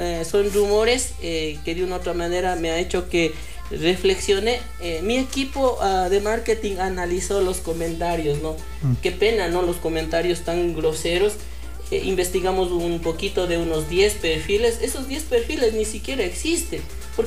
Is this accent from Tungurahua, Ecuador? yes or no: yes; Ambato, Tungurahua, Ecuador; Soy de Tungurahua, soy de Ambato